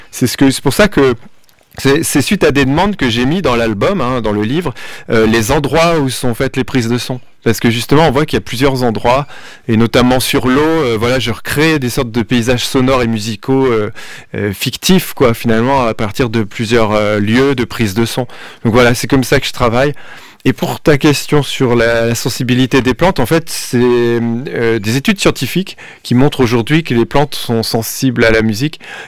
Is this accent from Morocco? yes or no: no; Douai, Hauts-de-France, France; moi, je suis de Douai, et puis je suis vraiment pas loin